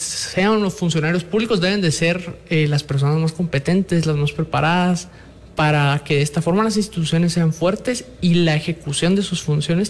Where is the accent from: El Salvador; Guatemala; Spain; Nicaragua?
Guatemala